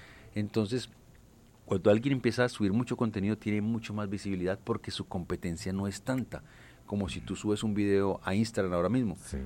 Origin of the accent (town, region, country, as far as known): Meta, Colombia